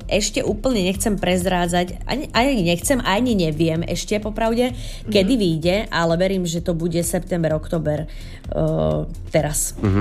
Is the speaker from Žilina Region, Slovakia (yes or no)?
no; Bardejov, Prešov Region, Slovakia; born there; lebo ja som z Bardejova, ja som rodačka z Bardejova